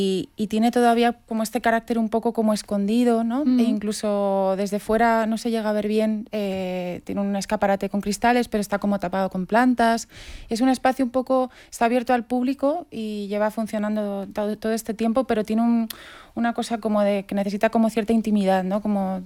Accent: Madrid, Community of Madrid, Spain; born there; como persona que nací en Madrid

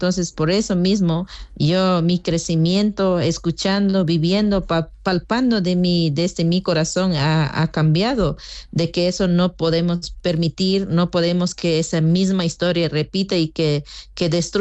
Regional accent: Pastaza, Ecuador; Yo soy Huaorani de Pastaza por el sur. Yo siempre escuchaba desde niña hasta adolescencia que el norte de la Amazonía

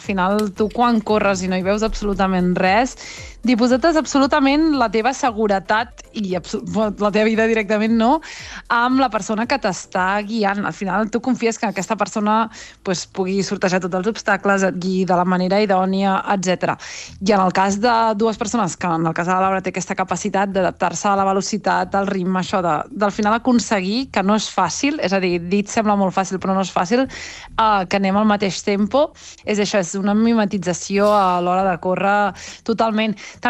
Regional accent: Vilassar de Mar, Catalonia, Spain; jo visc, que soc de Vilassar de Mar

